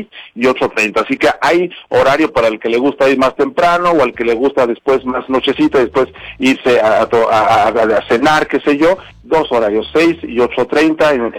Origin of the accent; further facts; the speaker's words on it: Mexico; nosotros como mexicanos